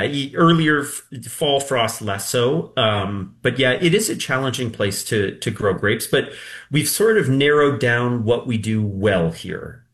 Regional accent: Ontario, Canada; moved away as an adult; also born or lived in France; So my family's from Nova Scotia originally, although I grew up in Ontario. And then, my parents retired out here.

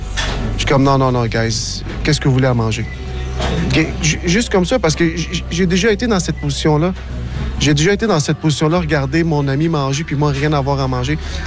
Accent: Montreal, Quebec, Canada; French is a second language; also born or lived in Lebanon; Dans Verdun, j'ai grandi dans Verdun.

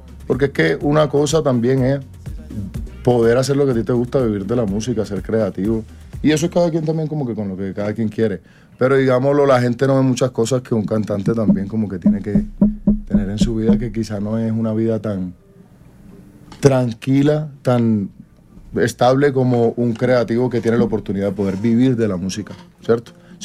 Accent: Colombia; yo soy colombiano, yo soy de aquí.

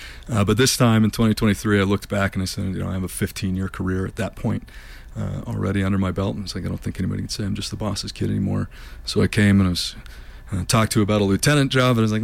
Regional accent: Telluride, Colorado, United States; also born or lived in Placerville / Hastings Mesa / northern Idaho; I'm the son of … I was born and raised in Telluride and grew up between Telluride, Placerville, Hastings Mesa, and then a few years of my school years with my mother

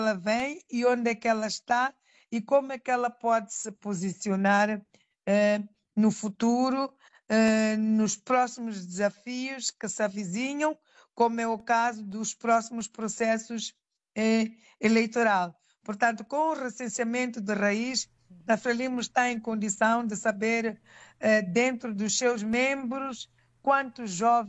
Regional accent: Mozambique; para cada um de nós, enquanto moçambicanos.

